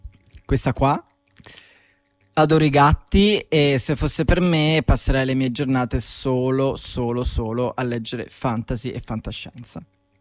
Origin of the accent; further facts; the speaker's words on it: Rome, Lazio, Italy; moved away as an adult; also born or lived in France; now in Turin, Italy; Sono una persona che è nata e cresciuta a Roma, quindi oggi sono a Torino, sono emigrato alla fine anch'io.